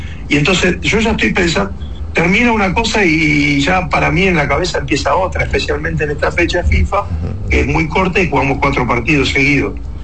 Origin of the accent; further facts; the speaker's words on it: Argentina; now in Dominican Republic; yo te hablo como un argentino americano, digamos, aplatanado, porque yo estoy muy encariñado con el país